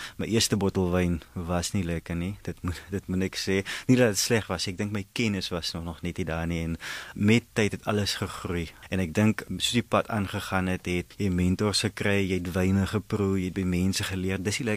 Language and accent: Afrikaans; Riversdale, Western Cape, South Africa; Riversdal, ek is laerskool en hoërskool daar, so daar ek is na die landbouskool toe, Oakdale, hoër landbouskool Oakdale toe